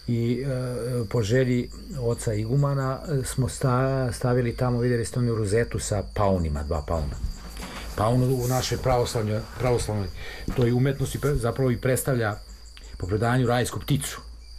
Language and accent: Serbian; Valjevo, Serbia; ja sam Srbin. Ja sam poreklom Valjevac, znate, ja sam se rodio u Valjevskoj bolnici. I odrastao tu gde jesam, ovo je moje mesto.